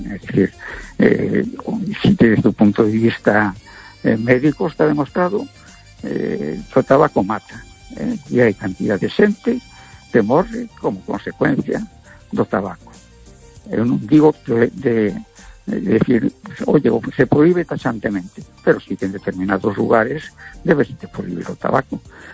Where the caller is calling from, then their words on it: A Coruña, Galicia, Spain; Vamos a ver … de Coruña.